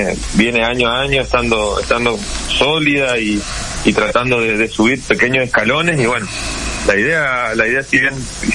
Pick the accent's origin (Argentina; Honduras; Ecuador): Argentina; northern Argentina; yo soy norteño